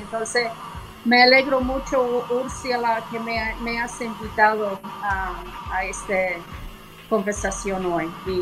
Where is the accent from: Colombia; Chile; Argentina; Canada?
Canada; also born or lived in Australia; now in Málaga, Spain; Yo soy canadiense, media española y inglesa también. Y tengo 6 meses viviendo en Málaga, España.